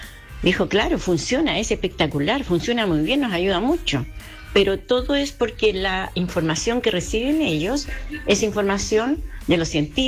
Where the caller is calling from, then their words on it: Viña del Mar, Valparaíso, Chile; de Viña del Mar.